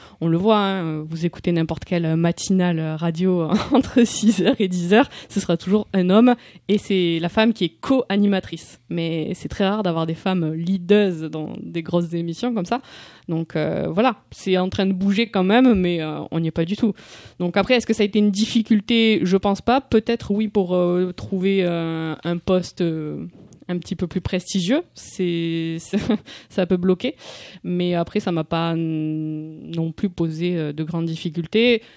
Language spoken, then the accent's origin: French; Occitanie, France; born there; moved away as an adult; also born or lived in Toulouse; Moi, je suis née en Ariège, je suis pas d'ici. Bon, c'est pas très loin quand même, hein.